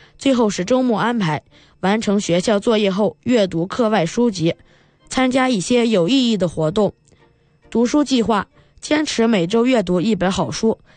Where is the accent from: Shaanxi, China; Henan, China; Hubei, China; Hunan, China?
Shaanxi, China; Yan'an; 。我出生在延安，从小听着宝塔山的故事长大，从小就接受着红色文化的熏陶。